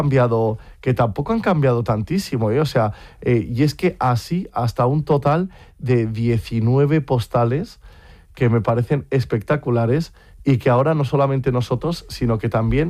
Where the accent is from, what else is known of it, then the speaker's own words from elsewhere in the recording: Logroño, La Rioja, Spain; porque nosotros somos de Logroño, somos de La Rioja y queríamos que el guiño fuese ese.